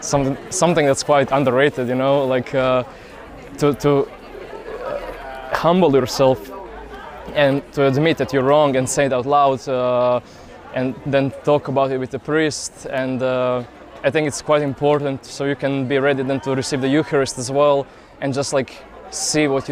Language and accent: English; Pula, Istria County, Croatia; moved away as an adult; now in Denmark; I'm originally from Croatia, from Pula. But I've been studying in Denmark for the last couple of years